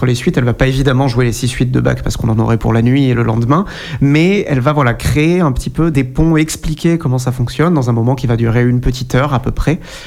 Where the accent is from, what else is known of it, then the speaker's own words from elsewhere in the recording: Martinique, France; En fait, j'ai grandi en Martinique, j'ai fini de grandir à Saint-Martin-des-Combes